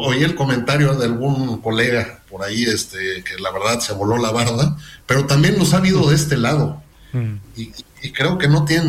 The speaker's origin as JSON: {"language": "Spanish", "country": "Mexico"}